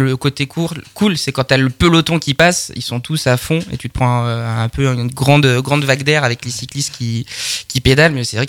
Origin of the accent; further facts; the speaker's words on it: Loudéac, Brittany, France; also born or lived in Hémonstoir; Moi, je viens de Loudéac. Et à Loudéac, c'est le vélo un peu qui est le sport roi, là, en centre-Bretagne.